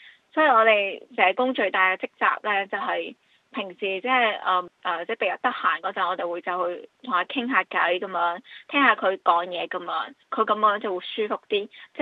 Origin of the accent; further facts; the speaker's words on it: Shenzhen, Guangdong, China; also born or lived in Hong Kong; now in Foshan, China; 因为我本身小时候就是深圳那边的，后面先来了香港，所以我的普通话和粤语都是 OK